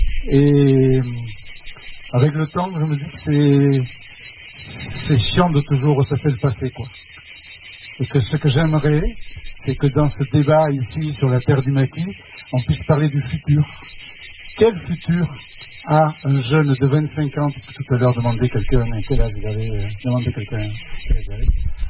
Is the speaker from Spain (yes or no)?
yes; Spain; Voilà, et moi, je viens de, d'Espagne.